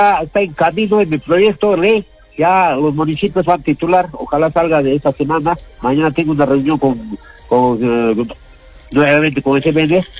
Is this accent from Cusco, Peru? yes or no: yes; Chumbivilcas, Cusco, Peru; born there; now in Yura, Peru; hasta mi tierra, Chumbivilcas